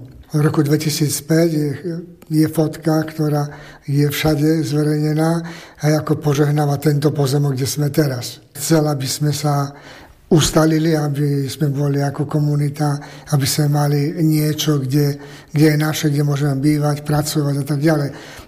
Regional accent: Zemplín, Slovakia; Ja som zo Zemplína

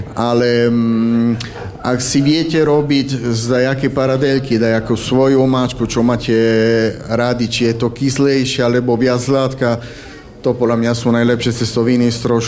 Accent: Trieste, Friuli-Venezia Giulia, Italy; Slovak is a second language; now in Slovakia; S tým, že z Trieste, my to máme s kultúrou, boli sme z Rakúsko-Uhorskou do 1918, takže máme veľa spolu aj tu, takže cítim sa tu ak doma na viacerých veci.

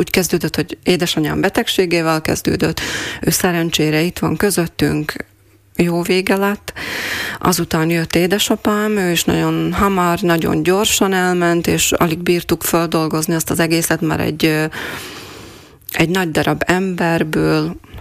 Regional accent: Moldava nad Bodvou, Košice Region, Slovakia; moved away as an adult; now in Miskolc, Hungary; Igen, Szepsiben nőttem fel. 21 évesen kerültem Kassára. eljöttem táncolni Kassanra, és itt maradtam egészen mostanáig, de négy éve meg már Miskolcra is költöztem.

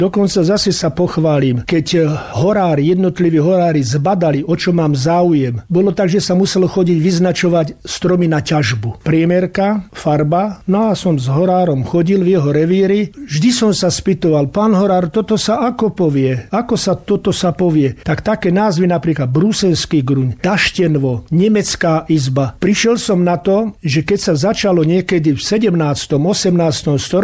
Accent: Očová, Banská Bystrica Region, Slovakia; Tak ja sa chválim, ja žijem, narodil som sa, žijem v Getsemanskej zahrade.

